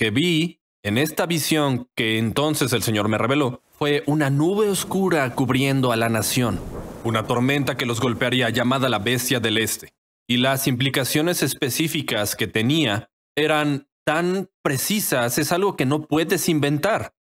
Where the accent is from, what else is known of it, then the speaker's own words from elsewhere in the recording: South Africa; soy de Sudáfrica, así que solo asistía en línea.